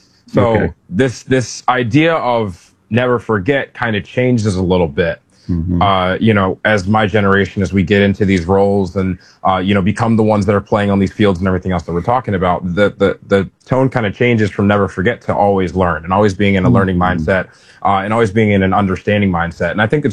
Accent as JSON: {"language": "English", "country": "United States"}